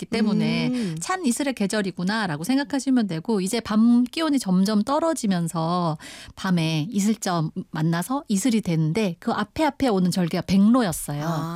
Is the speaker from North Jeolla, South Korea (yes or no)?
no; Mungyeong, North Gyeongsang, South Korea; moved away; 제 고향 문경의 특산품인데요.